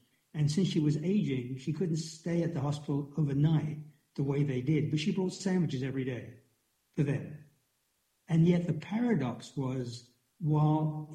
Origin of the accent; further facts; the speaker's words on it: London, United Kingdom; I grew up in the East End of London before it was a posh neighborhood, pretty run down. And my parents had a candy store, a sweet shop.